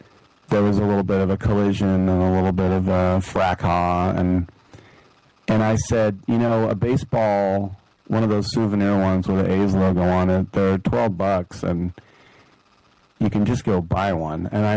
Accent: California, United States; Or in other words, just, you know, as a Californian.

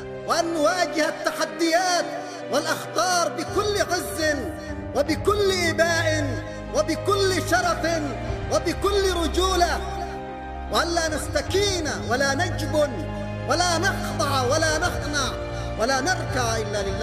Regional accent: Yemen; نحن كشعب يمني

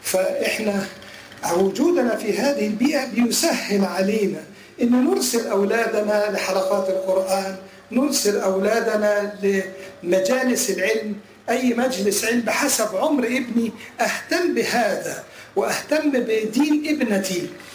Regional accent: Egypt; انا تربيت في مصر، وكنت وانا صغير في مدرسه فرنسيه كاثوليكيه، لم يكن يسمح لنا بالكلام بالعربيه.

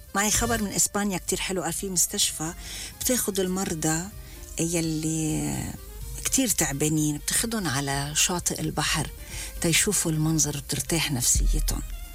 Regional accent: Lebanon; كتير صرنا كلبنانية

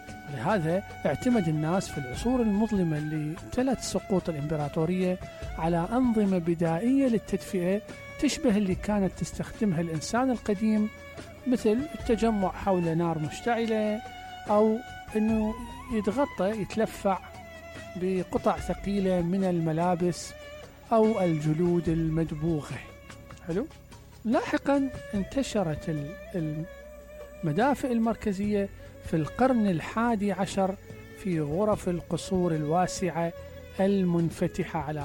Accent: Basra, Basra Governorate, Iraq; احنا عندنا بالبصرة

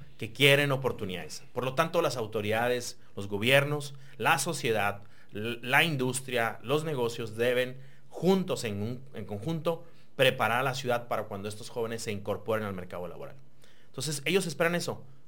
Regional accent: Tijuana, Baja California, Mexico; also born or lived in State of Mexico; Soy tijuanense, yo nací en el Estado de México, pero soy tijuanense, llegué aquí muy, muy, muy chico, y desde entonces aquí he estado

